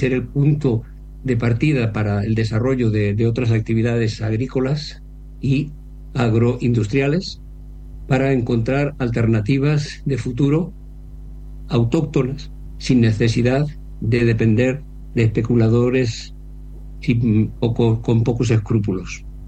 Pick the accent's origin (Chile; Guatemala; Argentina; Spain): Spain; Ayora, Valencian Community; somos tan valencianos como los de Xàtiva, los de Ayora somos tan chucarrats como los de Xàtiva